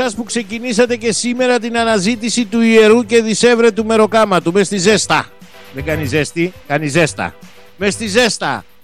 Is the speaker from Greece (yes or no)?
yes; Western Greece, Greece; καλημέρα στην Αιτωλό Ακαρνανία, τη γενέτειρα, την πατρίδα μου, Αγρίνιο Μεσολόγγι.